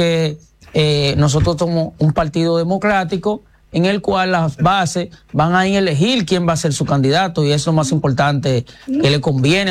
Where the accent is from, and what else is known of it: Peravia, Dominican Republic